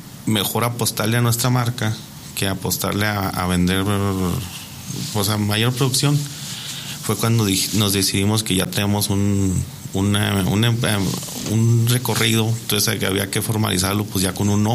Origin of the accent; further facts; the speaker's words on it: Guadalupe Victoria, Durango, Mexico; Nosotros somos de Guadalupe, Victoria, Durango. Dice en la región de los Llanos. Allá pues más que nada es una región agricultora.